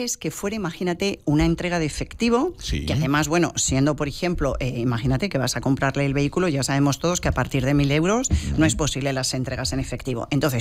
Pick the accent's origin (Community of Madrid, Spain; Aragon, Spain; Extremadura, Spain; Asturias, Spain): Community of Madrid, Spain; Madrid; Y siempre, siempre en Comunidad Valenciana. Yo soy madrileña, pero mi corazoncito ya está.